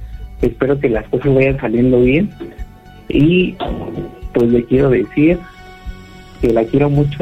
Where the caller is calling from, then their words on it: Xochimilco, Mexico City, Mexico; Ahí en Xochimilco, somos de Xochimilco los dos